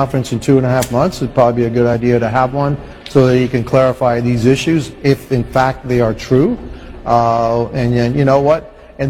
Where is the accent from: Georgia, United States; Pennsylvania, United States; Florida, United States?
Florida, United States; Miami; about 90 miles away from my hometown in Miami